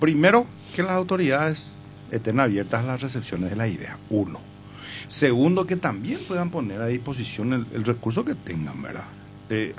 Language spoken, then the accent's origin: Spanish; San Estanislao, San Pedro, Paraguay; nosotros al menos que somos de acá, de Santaní